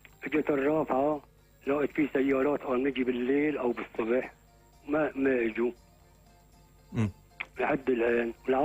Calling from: Aleppo, Aleppo Governorate, Syria; نحن من حلب.

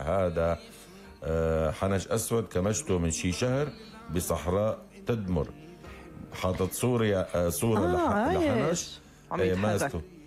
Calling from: Latakia, Latakia Governorate, Syria; من اللاذقية، تفضلوا على المتة.

